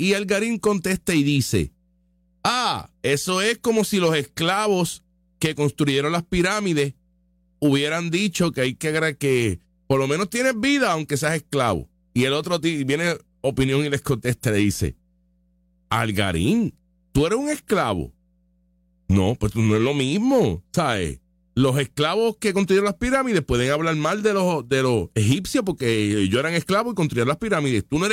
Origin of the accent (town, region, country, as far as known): Puerto Rico